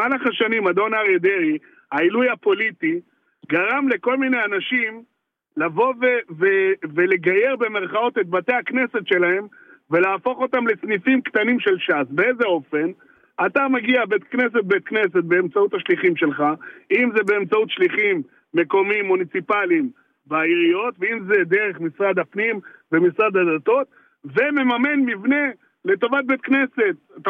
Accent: Jerusalem, Jerusalem District, Israel; אני גדלתי בשכונת רמות.

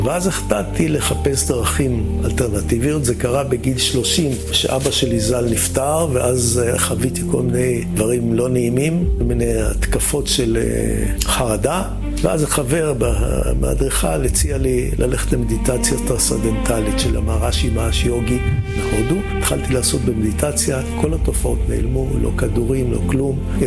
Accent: Tel Aviv, Tel Aviv District, Israel; גדלתי בבית תל אביבי מפייניקי שמאלני.

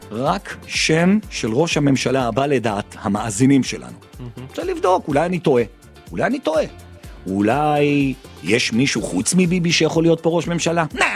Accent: Jerusalem, Jerusalem District, Israel; גם כירושלמי זה מוסיף לי יותר, ולכן הכבוד שלי לתשעה באב הוא עצום בצורה בלתי רגילה.

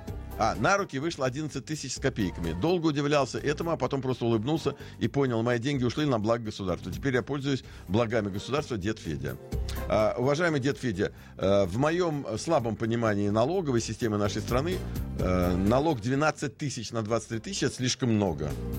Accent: Ashkelon, Southern District, Israel; Добрый день … из Ашкелона. Я никогда не забуду, что произошло 25 лет тому назад.

